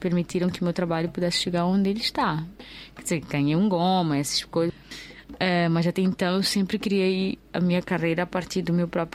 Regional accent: Mozambique; moved away as an adult; now in Brazil; mesmo sendo moçambicana, tem muita coisa sobre a minha cultura que eu não sei.

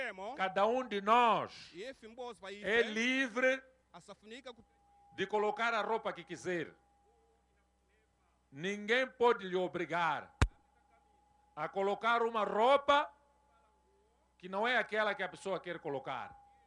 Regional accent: Mozambique; O que nós temos que fazer como moçambicanos

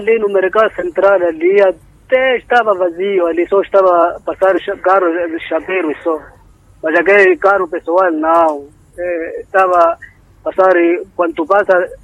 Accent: Angoche, Nampula, Mozambique; now in Nampula, Mozambique; outra família que está na minha terra, lá em Angos.

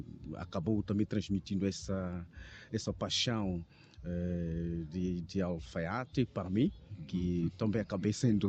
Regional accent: Caia, Sofala, Mozambique; 100% natural de Caia, sou filho de casa.

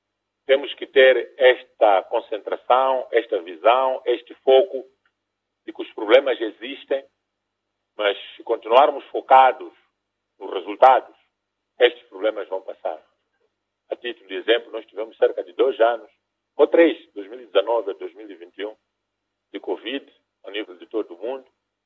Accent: Mozambique

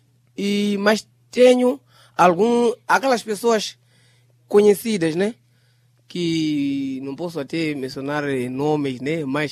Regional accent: Chimoio, Manica, Mozambique; a minha infância foi vivida aqui mesmo na cidade de Chimoio, no bairro 5.

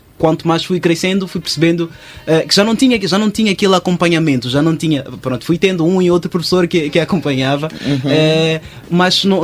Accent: Maputo, Maputo City, Mozambique; Nós costumamos, aqui em Moçambique, em Maputo em específico, que foi onde cresci

